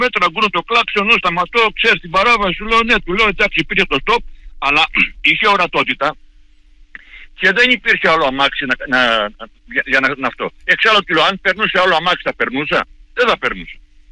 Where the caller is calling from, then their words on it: Agios Nikolaos, Greece; Είμαι από τον Άγιο Νικόλαο.